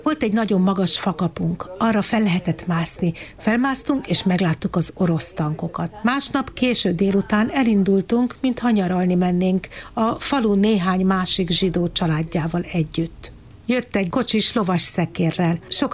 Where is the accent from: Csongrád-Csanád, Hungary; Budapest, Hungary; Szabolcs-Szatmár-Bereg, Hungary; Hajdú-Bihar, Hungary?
Szabolcs-Szatmár-Bereg, Hungary; Mándok; also born or lived in Nyíregyháza; Én 1948-ban Nyíregyházán születtem, de Mándokon laktunk.